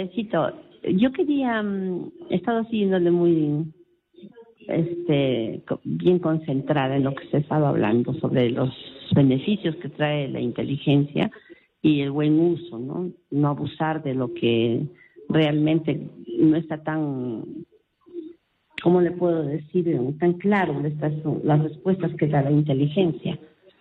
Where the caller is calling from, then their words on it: Trujillo, La Libertad, Peru; De Trujillo.